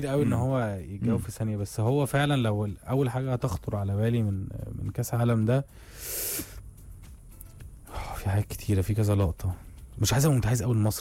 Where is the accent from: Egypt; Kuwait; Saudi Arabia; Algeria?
Egypt; لو أنا مش مصري ومش أرجنتيني